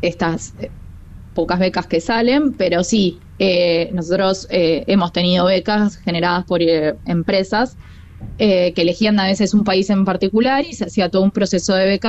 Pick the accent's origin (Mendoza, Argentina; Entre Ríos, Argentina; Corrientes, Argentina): Entre Ríos, Argentina; Concordia; moved away as an adult; also born or lived in Buenos Aires; now in Rosario, Argentina; desde ahí yo empecé a ser voluntaria en mi ciudad natal. Yo soy de Concordia, Entre Ríos, me mudé a Buenos Aires, donde estudié mi carrera, y también fui voluntaria ahí, y terminé acá en Rosario